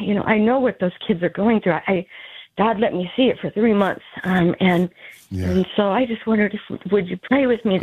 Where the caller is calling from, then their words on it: Spokane, Washington, United States; I'm from Spokane. Last night, I was able to attend an event with our local sex trafficking agency here